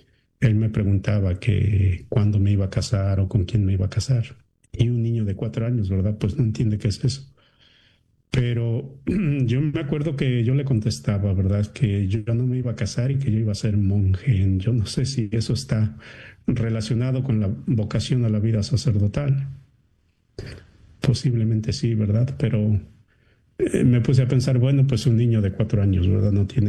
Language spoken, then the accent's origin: Spanish; Mexico; moved away; tengo presente el día que llegué a Chicago fue el 10 de agosto del año 2006, a la primera vez que salí de México al extranjero.